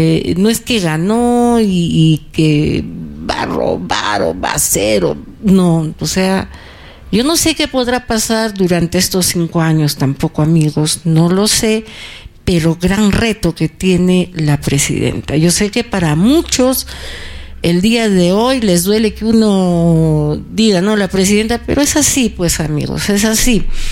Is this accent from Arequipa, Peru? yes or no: yes; Arequipa, Peru; de nuestra Arequipa, de lo orgullosos que siempre somos los arequipeños de todo